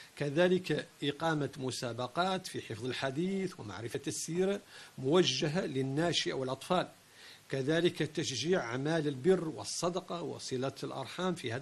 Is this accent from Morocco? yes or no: yes; Morocco; بما أن الاحتفال بالمولد النبوي عاد راسخة عندنا في المغرب رسميا وشعبيا، فإن الأجدر بنا كأعضاء في المجالس العلمية وكمكون يعني الشعب المغربي غاطبة